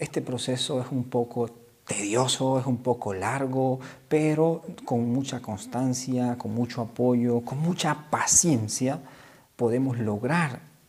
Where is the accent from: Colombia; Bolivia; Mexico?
Bolivia; moved away as an adult; now in Germany; yo vengo de Bolivia